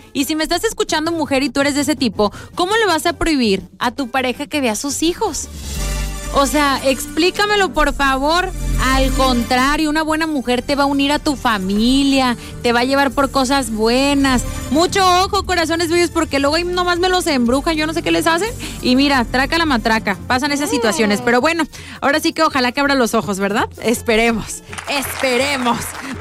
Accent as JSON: {"language": "Spanish", "town": "Guadalajara", "region": "Jalisco", "country": "Mexico", "moved": "yes", "said": "allá en Guadalajara, de donde yo soy"}